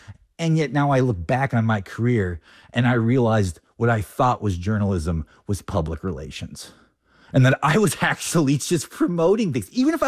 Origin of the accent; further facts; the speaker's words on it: North Dakota, United States; also born or lived in Ohio; Okay, so I grew up in North Dakota and lived in Ohio